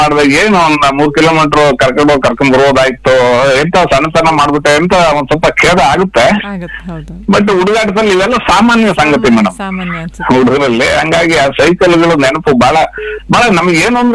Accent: Dummenahalli, Karnataka, India; ನಮ್ಮ ಊರಿಂದ ದುಮ್ಮೇನಹಳ್ಳಿಯಿಂದ

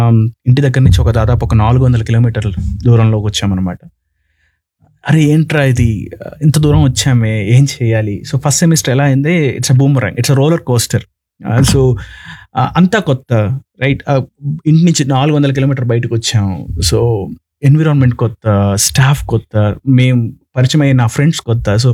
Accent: Rapur, Andhra Pradesh, India; first language Tamil; also born or lived in Nellore; So నేను పుట్టి పెరిగిందంతా నెల్లూరు జిల్లా రాపూర్ అనే ఒక గ్రామంలో. సో నా స్టడీస్ అక్కడే అయ్యింది 10th వరకు, గుడ్చప్పటి ఇంగ్లీష్ మీడియం హై స్కూల్ అనే ఒక స్కూల్లో, చిన్న స్కూల్ అండి.

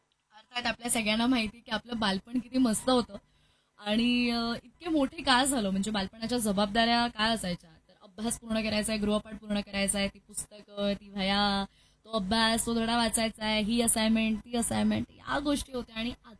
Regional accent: Mumbai, Maharashtra, India; born there

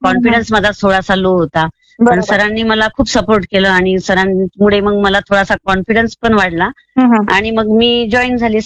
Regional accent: Maharashtra, India; moved away as an adult; now in Nashik, India; हा शेगाव जवळील खामगाव मधील सासर आहे माझं आणि शेगाव जवळ जवळपासच माहेर आहे माझं.

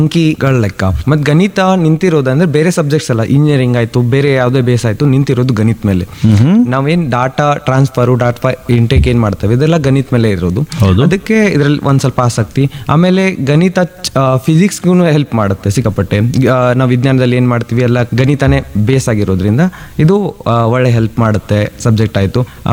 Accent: Sindholi, Karnataka, India; ನಮ್ಮ ಹುಟ್ಟೂರು ಇಲ್ಲಿ ಸಿಂಧೋಳಿ ಅಂತ, ಬೆಳಗಾವಿಯಿಂದ 10 ಕಿಲೋಮೀಟರ್ ದೂರ ಇದೆ.

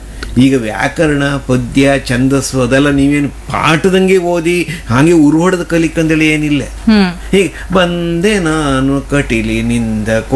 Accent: Kundapura, Karnataka, India; accent: Kundapura Kannada; ಖಂಡಿತ, ಕುಂದಾಪುರ ಕನ್ನಡ ಉಳಿಕ್ ಸಾಧ್ಯ

